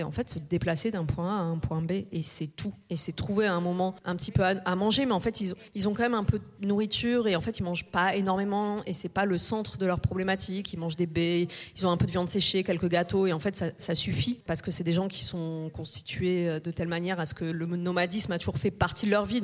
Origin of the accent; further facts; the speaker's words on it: Toulouse, Occitanie, France; s'installer à Toulouse et j'ai grandi à Toulouse.